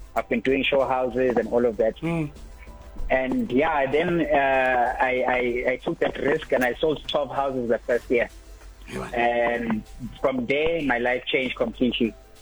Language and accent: English; Brakpan, Gauteng, South Africa; I was raised in Brakpan here in East Rand. My dad has a farm there